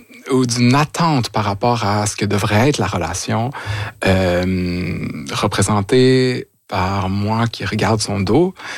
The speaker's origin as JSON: {"language": "French", "region": "Quebec", "country": "Canada", "tie": "born or raised there"}